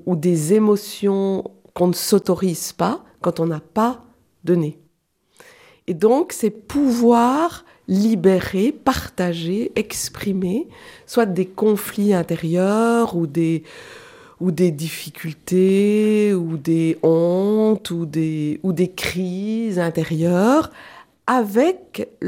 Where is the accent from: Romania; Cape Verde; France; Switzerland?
Switzerland; moved away as an adult; now in Belgium; Je suis suissesse d'origine.